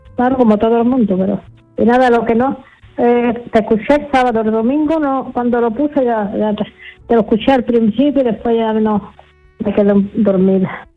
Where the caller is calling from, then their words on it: Seville, Andalusia, Spain; de Sevilla.